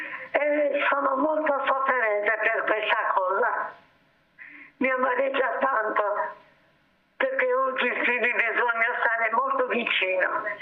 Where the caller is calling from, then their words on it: Sardinia, Italy; Mi chiamo dalla Sardegna.